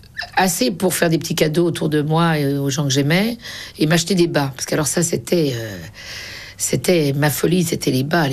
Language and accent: French; Paris, Île-de-France, France; Je venais de Belleville, du café de mon père.